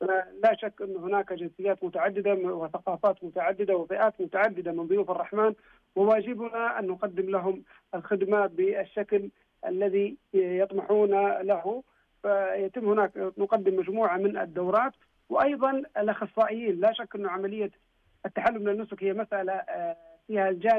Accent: Saudi Arabia; شرفنا الله إحنا كسعوديين أن نكون خداما للحرم

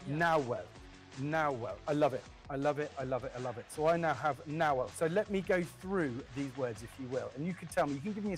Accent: United Kingdom; I am alarmingly British. Sorry. I'd like to publicly apologize for how British I am.

